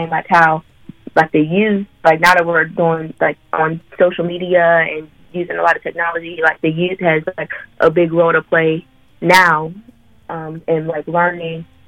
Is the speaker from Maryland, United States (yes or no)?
no; Rankin, Pennsylvania, United States; And I'm from Rankin.